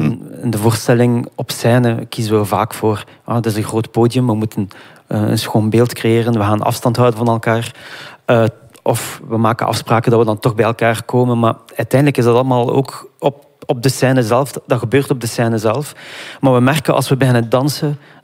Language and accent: Dutch; Iraq; Ik als Irakees zijnde, hij als Amerikaan, de Arabische wereld of het Midden-Oosten zien transformeren naar wat het vandaag is.